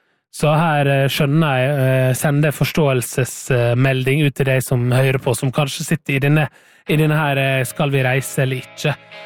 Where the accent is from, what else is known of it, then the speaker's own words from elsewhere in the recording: Møre og Romsdal, Norway; now in Oslo, Norway; Og det kan jeg kjenne meg igjen i, for da jeg bodde hjemme på Sunnmøre selv, at man vil jo gjerne være med på moro, man vil være med på det fine været.